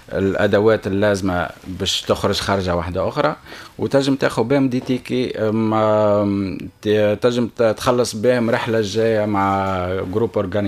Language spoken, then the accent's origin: Arabic; Gafsa, Gafsa Governorate, Tunisia; moved away; also born or lived in Sfax; انا من قفصة وعشت في صفاقس وعشت في تاكل سنابل